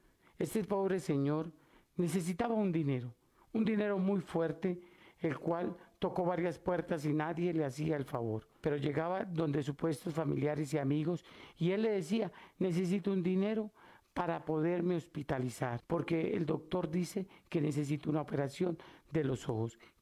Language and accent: Spanish; Catemaco, Veracruz, Mexico; moved away; para toda mi tierra de Catemaco, Veracruz. Saludo especial a mis paisanos que hoy estamos de fiesta.